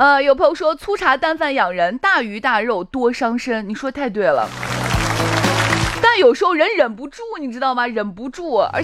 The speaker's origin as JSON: {"language": "Chinese", "region": "Shaanxi", "country": "China", "said": "我们陕西方言女招"}